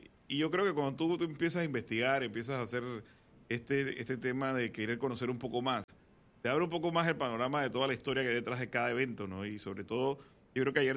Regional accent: Panama; lo que nosotros como panameños podemos sentir identificados.

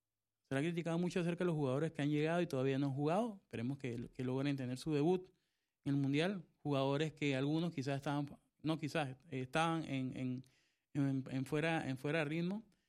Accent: Costa Rica; now in Panama; yo que soy de Costa Rica

